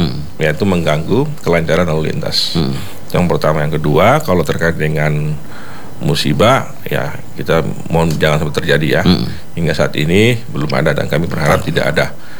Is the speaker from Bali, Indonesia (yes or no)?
no; Jayapura, Papua, Indonesia; ini loh kita, orang Jayapura, ini loh kita, kota Jayapura.